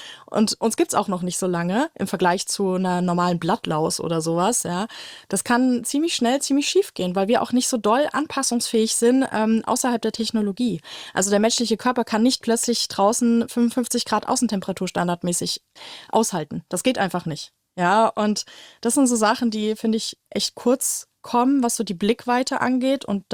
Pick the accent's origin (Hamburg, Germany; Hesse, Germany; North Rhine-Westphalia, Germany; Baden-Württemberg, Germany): Hesse, Germany; Frankfurt; So als Kind in Frankfurt